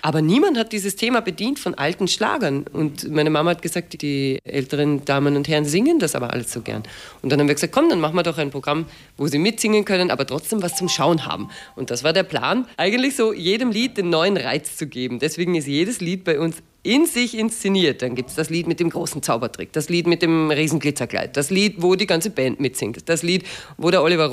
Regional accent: Ulrichskirchen, Lower Austria, Austria; Fast. Das ist eine Nebenortschaft von Wolkersdorf, wo wir jetzt wohnen. Ich bin aus Ulrichskirchen, also eine Niederösterreicherin. Aber wie gesagt, dadurch, dass man in Wien in der Schule war und studiert hat und so

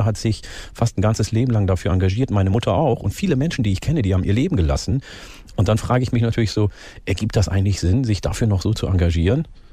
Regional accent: Oromia, Ethiopia; in den Jahren danach gab es in meiner Heimat in Oromia viele Umbrüche.

